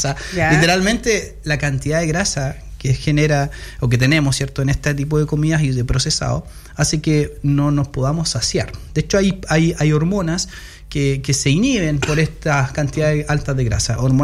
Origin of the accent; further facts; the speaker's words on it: Chile; Como buen chileno hay que bailar cueca.